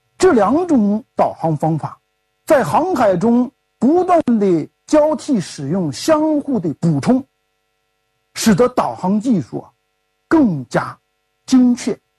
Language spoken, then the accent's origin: Chinese; China; 我们中国人就发明了过洋千星术